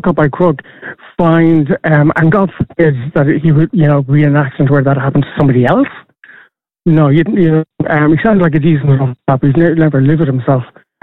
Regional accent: Ireland; as Irish people in general.

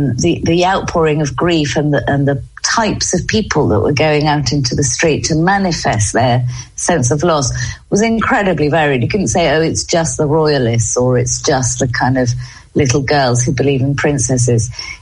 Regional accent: Argentina; someone wouldn't charge me for sandwiches on a beach holiday about 25 years ago because I was from Argentina.

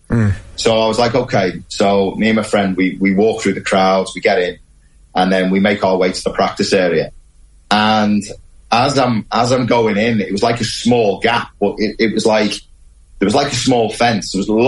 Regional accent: Wirral, North West England, United Kingdom; Yeah, I mean, I'm from the Wirral. You know, I was born there, and I was never really a golf nut.

